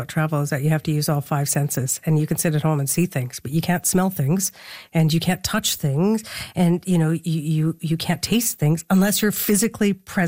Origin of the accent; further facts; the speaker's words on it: Saskatoon, Saskatchewan, Canada; Saskatoon, my hometown.